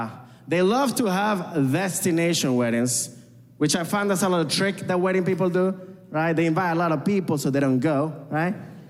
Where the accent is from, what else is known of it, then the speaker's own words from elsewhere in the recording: Venezuela; I don't know how you do things in Mexico. I was like, what? I'm from Venezuela.